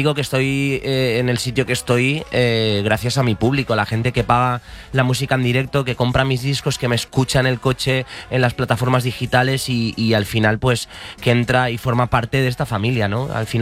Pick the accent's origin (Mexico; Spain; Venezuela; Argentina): Spain; Catalonia; Ah, bueno, pues que soy catalán, recuerda.